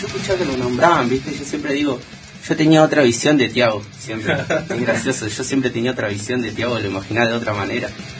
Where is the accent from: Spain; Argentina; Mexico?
Argentina; Puerto Madryn, Chubut; moved away; yo no soy de acá, yo soy de Puerto Madre.